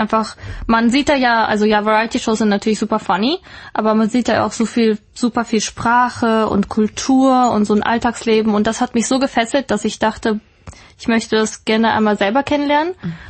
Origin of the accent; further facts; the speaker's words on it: Germany; moved away as an adult; now in South Korea; ich komme aus Deutschland. Ich lebe schon seit 4-5 Jahren in Korea